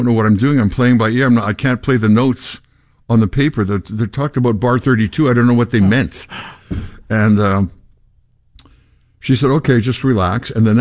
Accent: Winnipeg, Manitoba, Canada; I'm from Winnipeg.

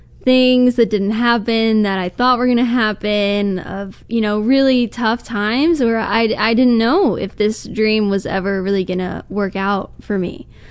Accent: Nebraska, United States; I'm from Nebraska

